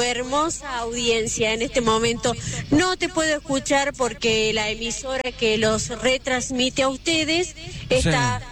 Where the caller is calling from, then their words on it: Catamarca, Argentina; desde Catamarca